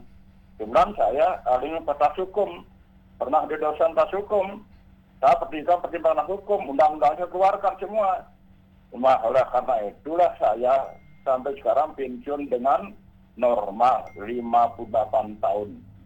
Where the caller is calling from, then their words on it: Singaraja, Bali, Indonesia; tempat saya di Singaraja, dalam kampung, di desa ini